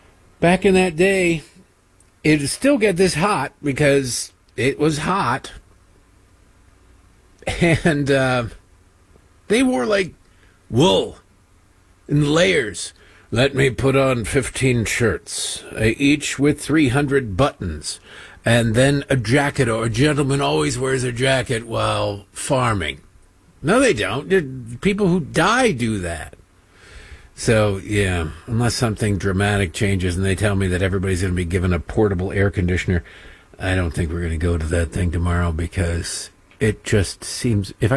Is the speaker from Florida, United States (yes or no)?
no; Michigan, United States; I know, I'm a wuss. I grew up in Michigan, though. I ain't used to this.